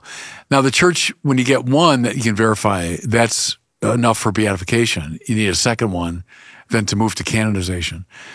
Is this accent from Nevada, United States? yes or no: no; Illinois, United States; Yeah, well, he's from my home state of Illinois